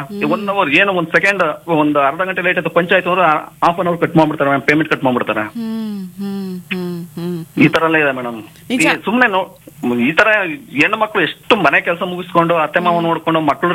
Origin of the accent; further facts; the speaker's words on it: Maddur, Karnataka, India; now in Bengaluru, India; ನಮ್ಮೂರು ಮಂಡ್ಯ ಜಿಲ್ಲೆ ಮದ್ದೂರು ತಾಲೂಕು. ಮದ್ದೂರು ತಾಲೂಕು ನಗರ ಕೆರೆ ಗ್ರಾಮ ನಮ್ದು.